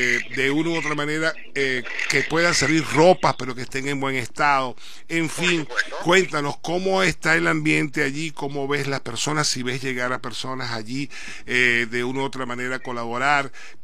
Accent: Venezuela; la prioridad somos los venezolanos

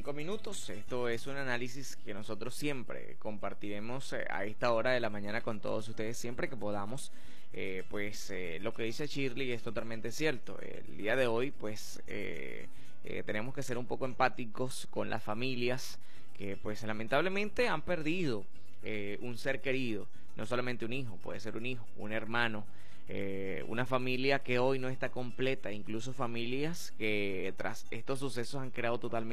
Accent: Venezuela; nosotros como venezolanos

